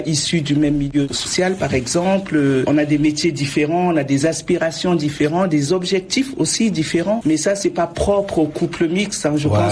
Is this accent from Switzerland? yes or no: no; Chad; Donc moi je suis dans un couple mixte, donc je suis tchadienne, mon mari est italien et on vit notre couple depuis plus de 28 ans de mariage.